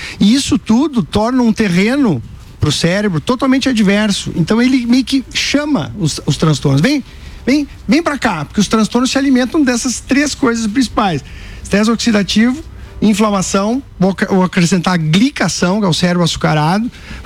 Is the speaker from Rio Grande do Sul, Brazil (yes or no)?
yes; Rio Grande do Sul, Brazil; Sou gaúcho.